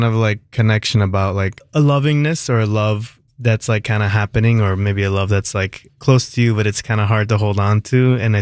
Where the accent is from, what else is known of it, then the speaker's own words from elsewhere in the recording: Miami, Florida, United States; also born or lived in Fort Lauderdale; My family's from Ecuador. I grew up in Miami in South Florida, Fort Lauderdale.